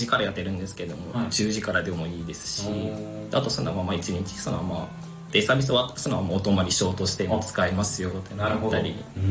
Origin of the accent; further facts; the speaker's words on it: Oshu, Iwate, Japan; 出身は岩手県の奥州市です。